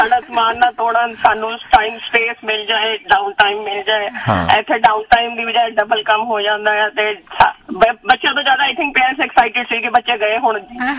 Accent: Delhi, India; ਮੈਂ ਦਿੱਲੀ ਤੋਂ ਬਿਲੋਂਗ ਕਰਨੀ ਆ ਮੈਂ, ਬੜੀ ਜੰਪਲ ਮੇਰੀ ਉੱਥੇ ਦੀ ਹੈ ਤੇ ਮੈਂ ਇੱਥੇ ਪੜ੍ਹੀ ਆ।

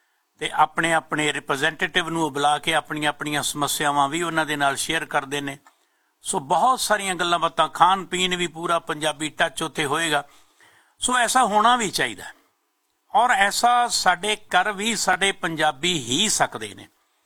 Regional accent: Punjab, India; moved away; ਕਿਉਂਕਿ ਅਸੀਂ ਪੰਜਾਬ ਤੋਂ ਆਏ ਹਾਂ ਅਤੇ 13,000-14,000 ਕਿਲੋਮੀਟਰ ਦੀ ਦੂਰੀ 'ਤੇ ਬੈਠੇ ਹਾਂ।

